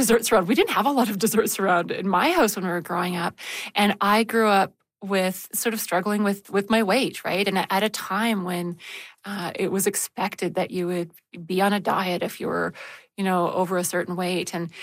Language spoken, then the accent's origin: English; Calgary, Alberta, Canada; born or raised there